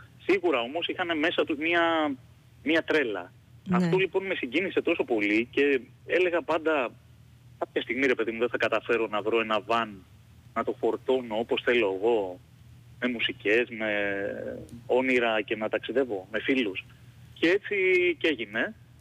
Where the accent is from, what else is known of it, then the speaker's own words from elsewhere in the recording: Heraklion, Crete, Greece; born there; also born or lived in Chamezi, Sitia; Έχω γεννηθεί εδώ, στο Ηράκλειο.